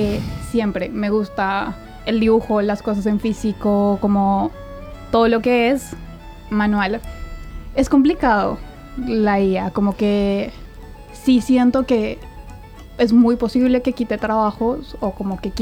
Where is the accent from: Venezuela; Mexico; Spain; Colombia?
Colombia; moved away; yo siendo mujer colombiana